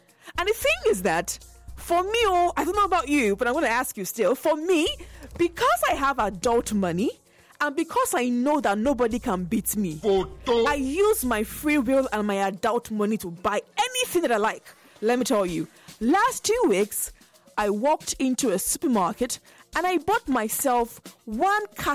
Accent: Nigeria; As Nigerians

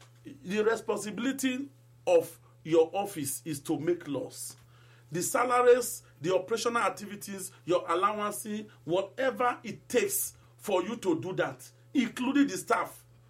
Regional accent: Edo, Nigeria; I'm from Esako West local government area, for example. I'm from constituency 2.

